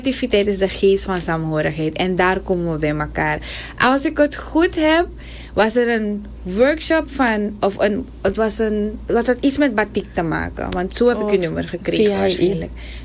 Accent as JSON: {"language": "Dutch", "country": "Suriname"}